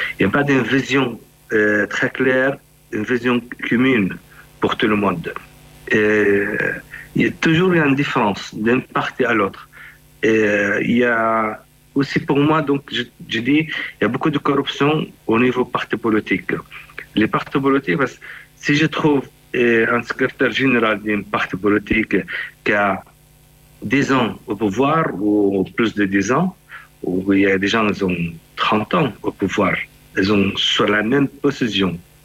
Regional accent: Palestine; chez nous en Palestine

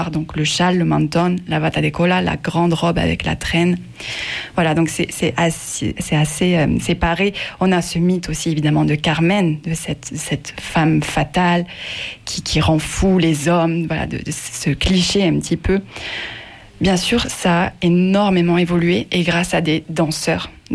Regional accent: Occitanie, France; moi, je viens du Larzac, je suis aveyronnaise, j'ai aucune origine espagnole ni gitane

